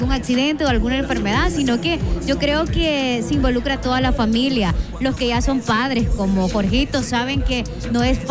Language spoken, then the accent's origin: Spanish; San Vicente, El Salvador; yo soy de San Vicente y nos veníamos hasta Santa Tecla para las terapias